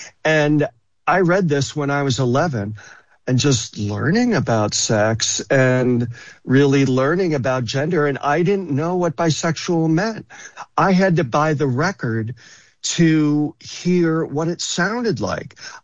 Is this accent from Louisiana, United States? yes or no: no; Greece, New York, United States; Yes. I was born in the early 60s, and I grew up in Greece.